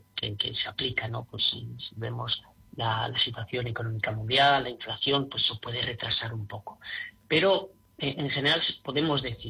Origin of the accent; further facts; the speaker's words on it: Spain; no lo digo porque soy español